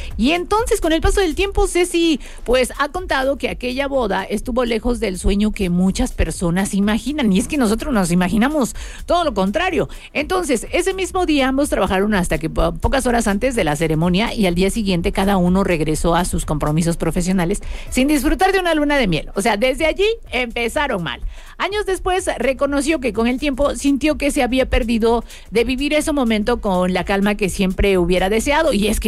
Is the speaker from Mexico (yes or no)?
yes; Mexico; ¿cuál es la peor costumbre de los mexicanos que como buenos mexicanos tenemos?